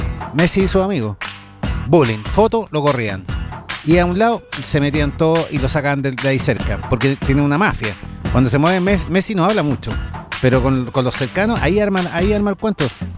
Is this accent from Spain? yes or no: no; Chile; siendo súper chileno y amando a nuestro chilito lindo.